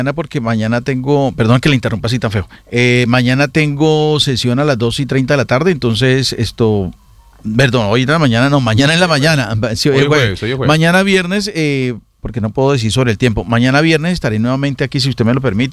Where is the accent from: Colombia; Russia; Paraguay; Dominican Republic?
Colombia; todos somos colombianos, todos somos patriotas